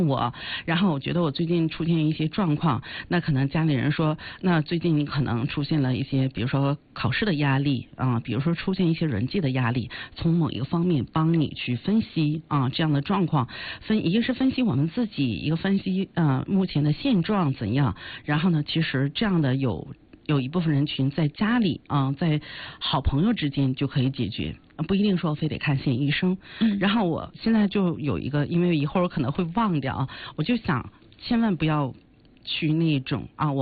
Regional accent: China; 我们中国人

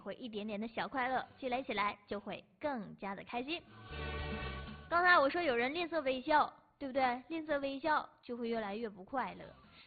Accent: Northeast China, China; accent: Northeastern dialect; 我们东北人啊，平时呢在说话的时候就是有一些方言，昨天呢我跟他们说了一段东北方言，南方朋友听不懂

